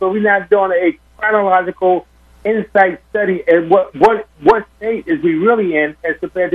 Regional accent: Philadelphia, Pennsylvania, United States; I'm born and raised in North Philly, man. I thank God that I was born and raised in North Philly

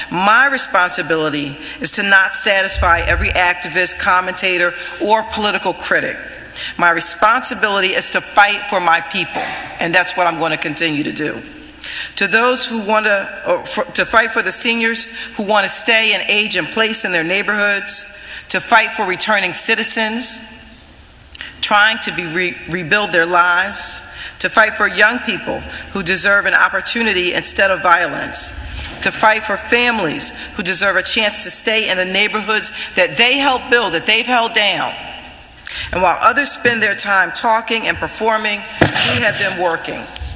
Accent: Philadelphia, Pennsylvania, United States; we've been born and raised here in the city of Philadelphia. I know what it's like to be poor in Philadelphia because I grew up poor in Philadelphia.

